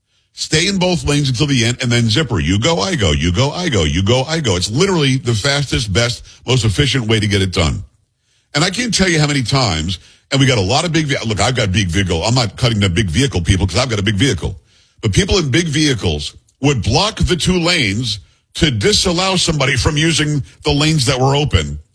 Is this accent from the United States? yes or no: yes; Florida, United States; also born or lived in New York; Now, growing up in South Florida and also parts of New York, Florida does it better.